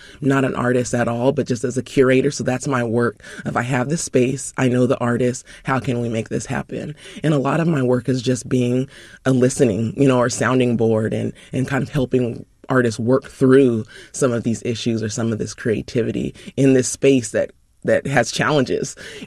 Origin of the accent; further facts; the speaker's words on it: Sacramento, California, United States; growing up in Sacramento